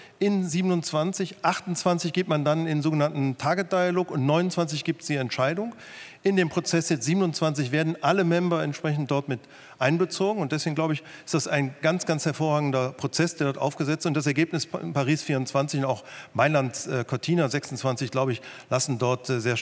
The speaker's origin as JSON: {"language": "German", "country": "Germany", "said": "wir als Deutscher"}